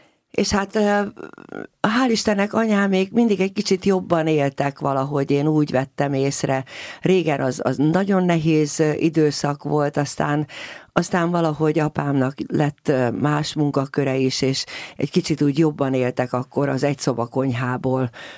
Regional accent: Budapest, Hungary; hiszen annak idején a 18. kerületben nevelkedtem. Anyukámék azok, hogy úgy mondjam, a háború miatt elég nehéz sorsban éltek, és én is azért így nevelkedtem. Nagyon szerény körülmények között éltünk. Ott a 18. kerületben, Pest-Szentlőrincen, a Derkovics utcában

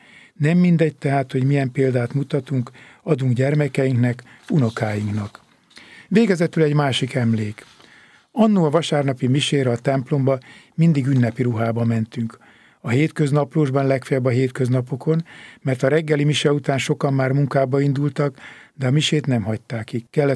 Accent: Törökkoppány, Somogy, Hungary; moved away; Emlékszem, szülőfalunkban, Törökkoppányban

